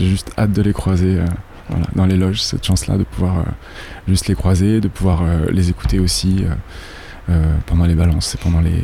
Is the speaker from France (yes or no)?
yes; France; moved away as an adult; also born or lived in Quebec, Canada; en tant que Français ou en tant qu'Européen ici